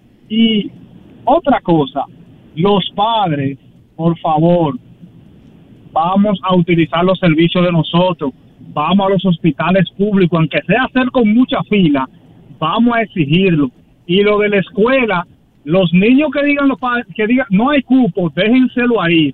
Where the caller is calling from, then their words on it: Santo Domingo, Dominican Republic; yo vivo en Santo Domingo